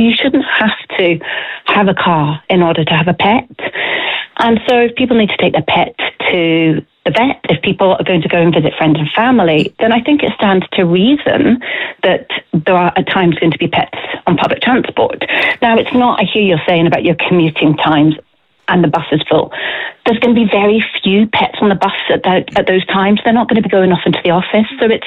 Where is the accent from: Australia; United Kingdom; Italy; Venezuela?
United Kingdom; Scotland; moved away as an adult; now in Ireland; I'm from Scotland. I've lived in Ireland 6 years, and Scotland's always been very inclusive in relation to pets on buses.